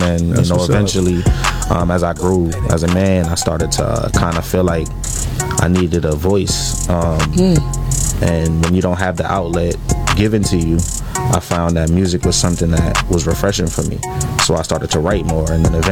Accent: New York, United States; Also, I grew up in Long Island as well.

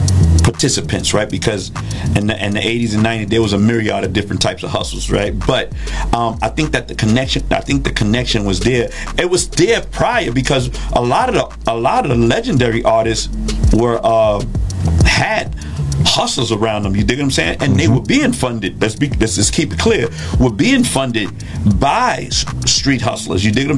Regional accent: Bronx, New York, United States; Growing up in the Bronx, of course, you know, they say we are the Mecca of it all. How about

